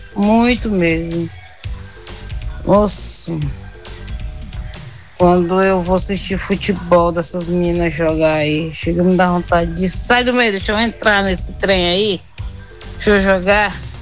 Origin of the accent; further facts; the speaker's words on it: Brazil; Eu fui criada aqui na Vila Nova, moço.